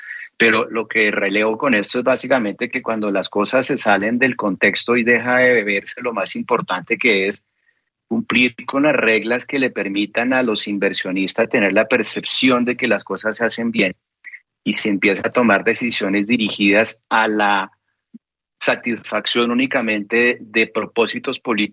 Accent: Colombia; los inversionistas de Ecopetrol somos todos los colombianos

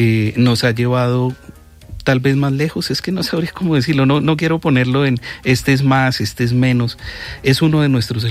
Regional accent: Colombia; lo que somos nosotros como colombianos

